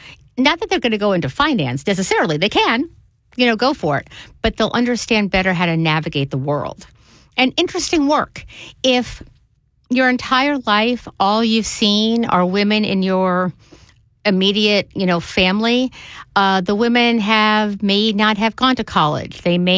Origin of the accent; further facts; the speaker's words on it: Tulsa, Oklahoma, United States; I tease that I grew up in Tulsa, Oklahoma, and we would go on family vacations driving.